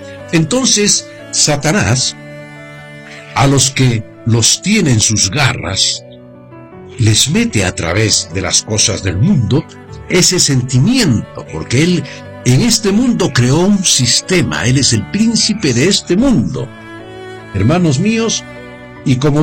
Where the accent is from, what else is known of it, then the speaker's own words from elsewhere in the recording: Peru; nuestra patria